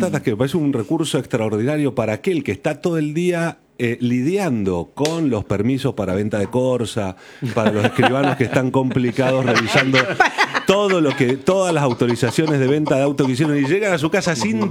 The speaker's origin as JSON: {"language": "Spanish", "region": "Mendoza", "country": "Argentina", "said": "A mí me costó muchísimo como mendocino comer todo lo que venga de mar."}